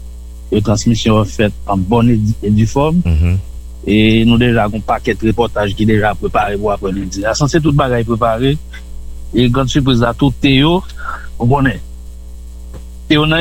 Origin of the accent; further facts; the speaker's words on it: Haiti; Et nous venons fêter, mais nous venons fêter en tant qu'Haïtien.